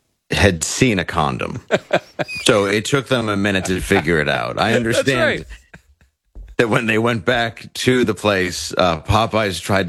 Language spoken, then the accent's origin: English; Detroit, Michigan, United States; I'm from Detroit.